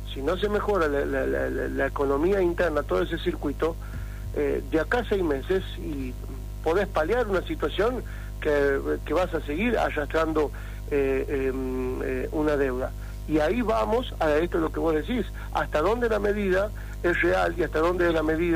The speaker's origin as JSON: {"language": "Spanish", "region": "La Rioja", "country": "Argentina", "said": "Por eso mismo, porque no tenemos los riojanos, hablo como riojano, digamos, por eso digo no tenemos."}